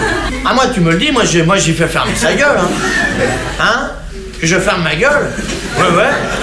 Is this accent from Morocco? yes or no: no; France; Les français c'est des cons, ouais, bah, je suis bien blasé, hein, je suis français.